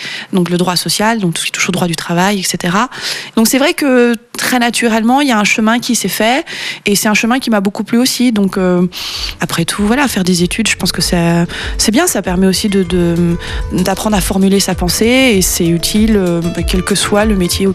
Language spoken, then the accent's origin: French; France; born there; Milieu social, bon, je suis née en France, milieu, je vais dire, lambda.